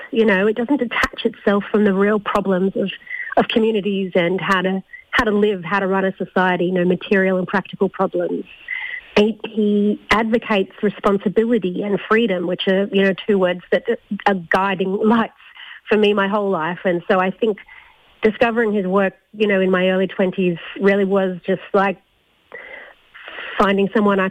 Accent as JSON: {"language": "English", "town": "Newcastle", "region": "New South Wales", "country": "Australia", "tie": "born or raised there", "said": "growing up in Newcastle and not having to solve problems about soil and rain and rivers."}